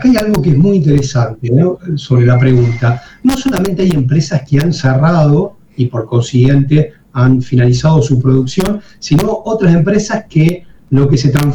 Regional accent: Santa Fe province, Santa Fe, Argentina

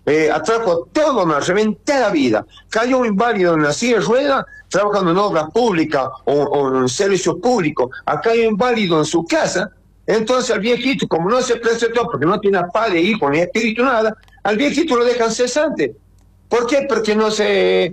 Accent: Córdoba, Argentina; que yo soy municipal, más cordobés que la mona, ¿no?

